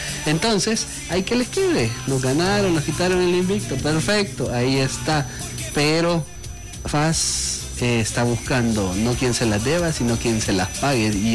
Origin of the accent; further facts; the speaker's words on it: Santa Ana, El Salvador; nosotros como santanecos, como salvadoreños, somos de naturaleza, somos amistosos, somos sociables, somos dadivosos